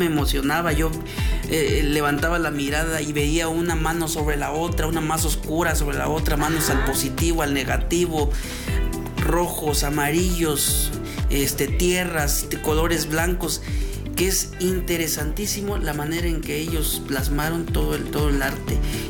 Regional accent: Santiago Quiotepec, Oaxaca, Mexico; nacido en una comunidad de la región Cañada de Cuicatlán, Oaxaca.

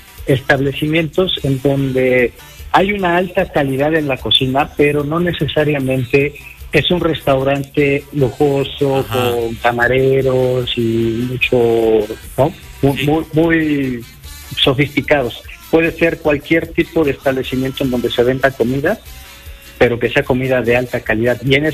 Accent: Puebla, Mexico; y obviamente como poblanos es un orgullo decir que ya tenemos 14 establecimientos poblanos reconocidos dentro de esta guía.

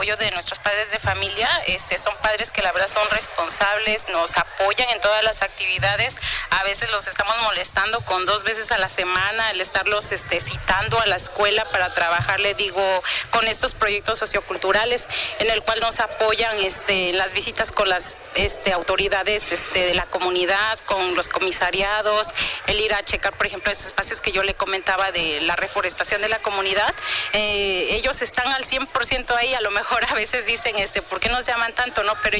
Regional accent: San Luis Atolotitlán, Puebla, Mexico; Pues venimos de la comunidad de San Luis Atolotitlán, municipio de Caltepec, Puebla.

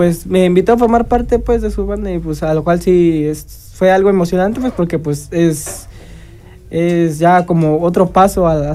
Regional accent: San Pedro, Mexico; logré entrar en una banda ya de mi pueblo, pues, de San Pedro.

